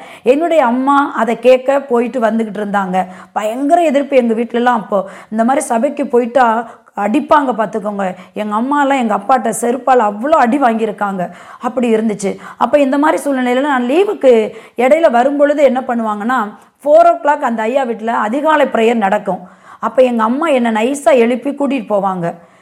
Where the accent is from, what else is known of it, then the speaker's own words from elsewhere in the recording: Pudukkottai district, Tamil Nadu, India; என்னுடைய ஊர் புதுக்கோட்டை மாவட்டம் ஆலங்குடி வட்டம் பக்கத்தில் உள்ள கடுக்காக்காடு என்கிற கிராமம்.